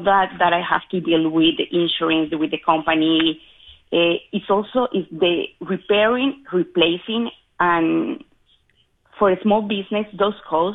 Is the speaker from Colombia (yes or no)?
yes; Colombia; English is a second language; now in United States; that will be an issue because I'm from Colombia. So it's like I changed from country just to looking for a safety place and more welcoming